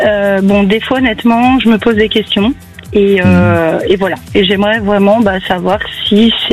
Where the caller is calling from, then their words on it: Bourges, Centre-Val de Loire, France; je vous appelle de Bourges.